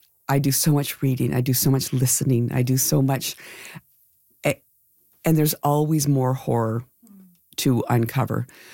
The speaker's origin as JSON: {"language": "English", "country": "Canada"}